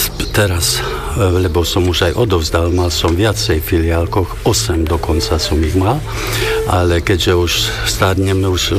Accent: Bodonoș, Bihor County, Romania; Tak v prvom rade ja som sa narodil v Bodonoši, je to slovenská dedina, odtiaľ to asi 20 kilometrov. Tam som začal aj základnú školu, tak 8 tried som skončil slovenský.

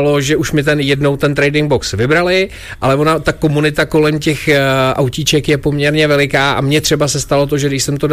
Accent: Stará Boleslav, Central Bohemian Region, Czechia; Jsem taky ze Starý Boleslavy, Hot Wheels si sbírám 4 roky

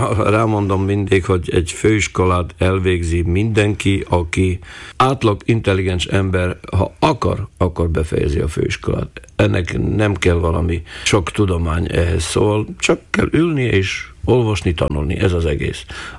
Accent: Prešov, Prešov Region, Slovakia; odahaza Eperjesen. Amikor én születtem, akkor az öreg anyám és az öreg apám, a édesanyámnak a oldalról, azok csak magyarul beszéltek.

